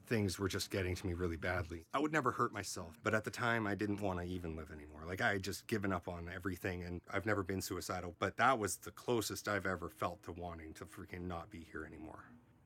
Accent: Burnaby, British Columbia, Canada; moved away; also born or lived in Surrey, British Columbia; I grew up in Burnaby, BC, outside of New Westminster. It's near Vancouver, it's all the same area. Then I moved to Surrey.

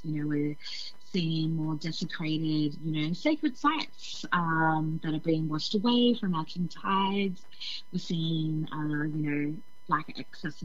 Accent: Mabuiag Island, Queensland, Australia; now in Melbourne, Australia; I am a proud Kukulak woman from Kukulak Nation on the island of Musig. … I have blood connections to Baru Island of the Temu clan, known as Tamoids.

